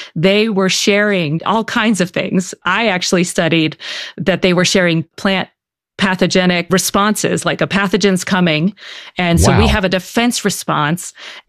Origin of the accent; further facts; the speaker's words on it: Baltimore, Maryland, United States; You know, I'm from Baltimore